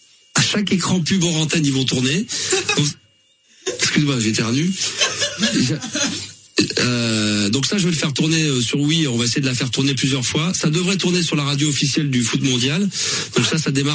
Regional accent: Roquetour, France; Je suis de Roquetour.

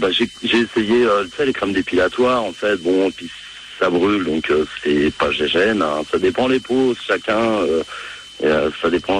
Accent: Paris, Île-de-France, France; Je suis originaire de Paris, mais bon.

